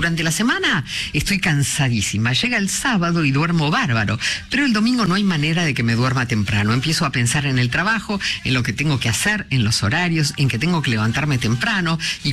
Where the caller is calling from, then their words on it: Buenos Aires, Argentina; Hola, encendido. … de Caballito.